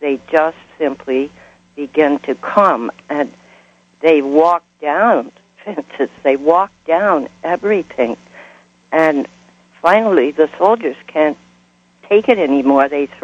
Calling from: Kansas, United States; from Northern Kansas.

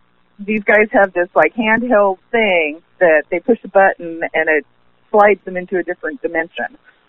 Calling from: United States; from Washington.

